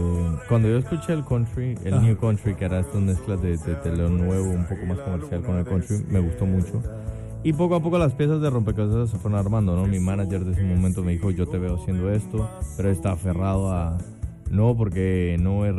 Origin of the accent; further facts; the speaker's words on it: Guatemala; soy cantautor guatemalteco que canta country en español